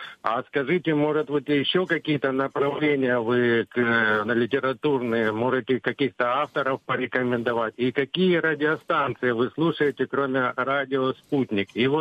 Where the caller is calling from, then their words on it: Krasnodar, Krasnodar Krai, Russia; из Краснодара, постоянный слушатель.